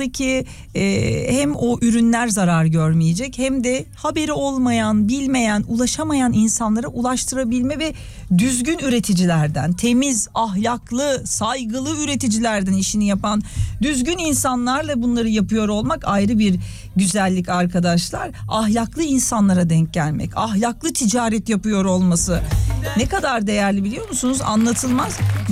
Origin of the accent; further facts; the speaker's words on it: Mersin, Turkey; kendi memleketimde Mersin'de